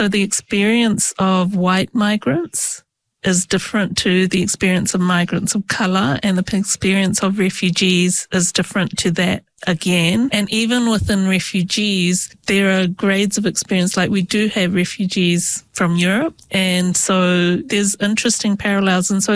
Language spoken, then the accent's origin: English; Hamilton, Waikato, New Zealand; also born or lived in India / Canada; to the question where I'm from is always Kirikiriroa, Hamilton.